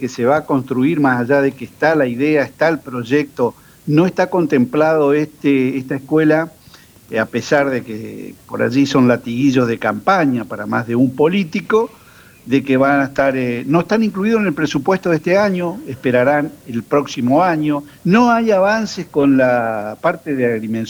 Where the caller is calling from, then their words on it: Reconquista, Santa Fe, Argentina; yo vivo en Reconquista, tengo sangre reconquistense